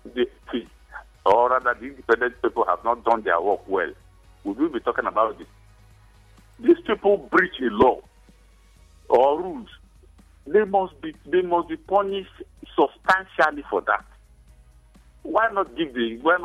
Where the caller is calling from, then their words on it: Ahoada, Rivers, Nigeria; I'm calling from all the way from Ahoda.